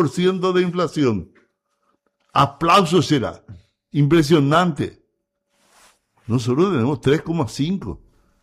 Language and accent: Spanish; Paraguay